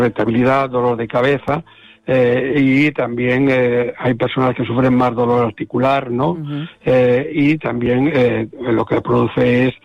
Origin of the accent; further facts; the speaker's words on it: Galicia, Spain; Como buen gallego voy allí.